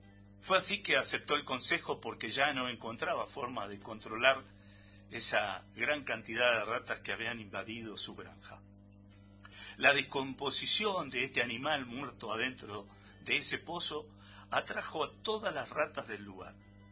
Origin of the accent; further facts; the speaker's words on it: Argentina; somos todos vecinos, somos todos del mismo pueblo, somos todos argentinos